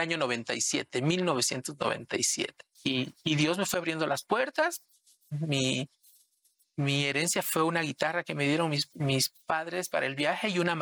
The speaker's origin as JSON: {"language": "Spanish", "country": "Bolivia", "moved": "as an adult", "lives_now": "Mexico", "said": "vengo de una familia de músicos. Mis papás hacen música folclórica boliviana porque yo soy boliviano."}